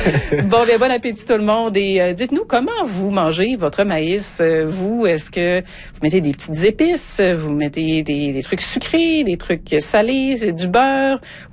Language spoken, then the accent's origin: French; Alberta, Canada; Ouais, bon, on a du bon maïs chez nous en Alberta